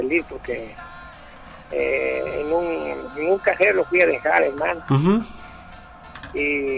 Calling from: Jocotenango, Sacatepéquez, Guatemala; De Aldea Vista Hermosa

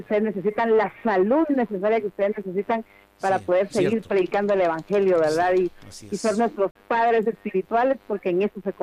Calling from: Villa Canales, Guatemala Department, Guatemala; Yo le llamo desde Aldea El Durazno, Villa Canales.

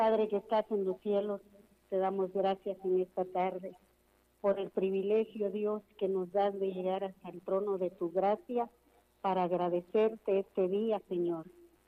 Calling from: Quetzaltenango, Guatemala; De la zona 9 de Quetzaltenango.

